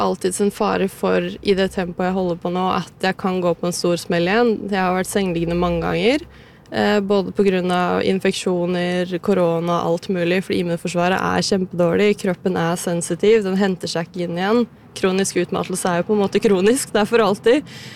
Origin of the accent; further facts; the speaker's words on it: Flisa, Innlandet, Norway; moved away as an adult; now in Oslo, Norway; Jeg er fra Flisa, midt mellom Elverum og Kongsvinger, og så har jeg havnet i byen da. Jeg har alltid vært litt mer urban av meg, så jeg trives veldig godt her.